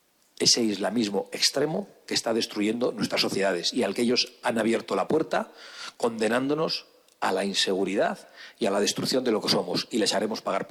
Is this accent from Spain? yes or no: yes; Basque Country, Spain; Algunos en el País Vasco hemos escuchado español el que no vote muchas veces